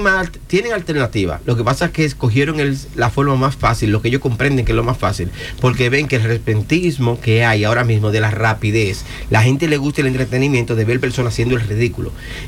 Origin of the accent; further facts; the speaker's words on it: Dominican Republic; now in Spain; Yo soy dominicano y en mi país digo para los dominicanos primero también.